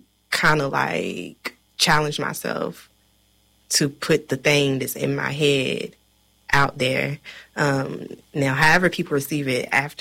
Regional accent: Kentucky, United States; I mean, I'm Black from Kentucky. I don't need to go to other places to experience

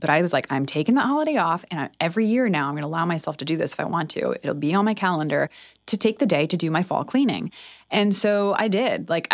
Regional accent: Northeast, United States; I grew up in the Northeast

